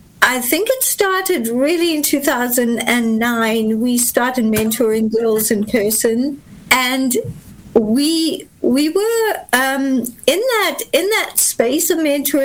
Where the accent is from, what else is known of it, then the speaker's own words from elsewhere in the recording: South Africa; We are sisters from South Africa